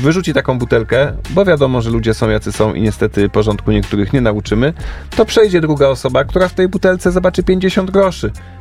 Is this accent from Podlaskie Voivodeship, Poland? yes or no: no; Warsaw, Masovian Voivodeship, Poland; born there; urodziłem się w Warszawie